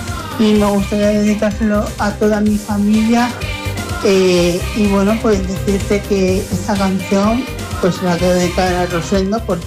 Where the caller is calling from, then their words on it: Almagro, Castilla-La Mancha, Spain; de Almagro, de Real.